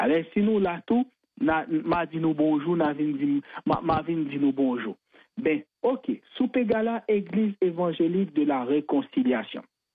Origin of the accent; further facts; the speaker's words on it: Haiti; now in Canada; tout le monde nous on est haïtien